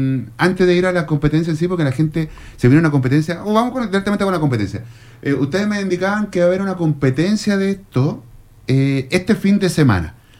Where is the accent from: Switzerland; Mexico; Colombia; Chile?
Chile; Iquique, Tarapacá; cuando niño, acá en Iquique